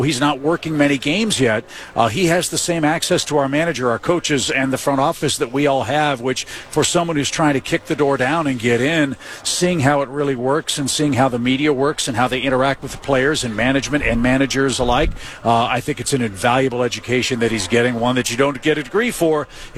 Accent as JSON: {"language": "English", "town": "St. Louis", "region": "Missouri", "country": "United States", "tie": "born or raised there", "said": "And raised there. Yeah. All of us were."}